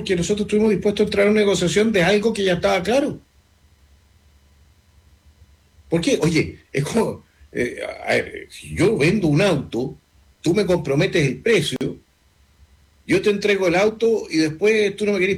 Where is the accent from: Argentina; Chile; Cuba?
Chile